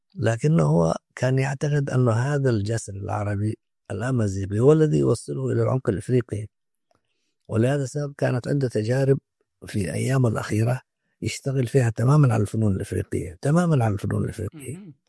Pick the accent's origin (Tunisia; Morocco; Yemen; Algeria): Yemen; نحن عندنا في اليمن في بعض اللغات التاريخية خبت أو تلاشت وذابت في أساس العربية العامة التي نتحدث فيها الآن